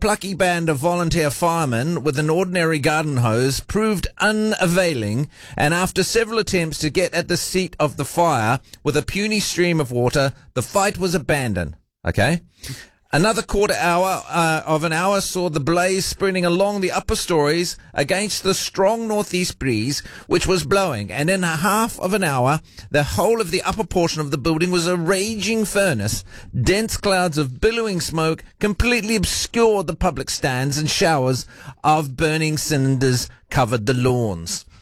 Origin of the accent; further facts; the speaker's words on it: Dunedin, Otago, New Zealand; I'm coming to you live from the pretty city, my hometown of Dunedin.